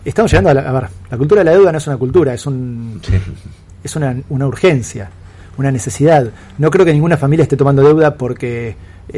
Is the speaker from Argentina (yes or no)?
yes; Argentina